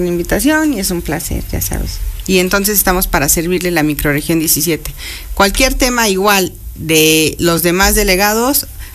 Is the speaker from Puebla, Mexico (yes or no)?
yes; Puebla, Mexico; para nosotros como poblanos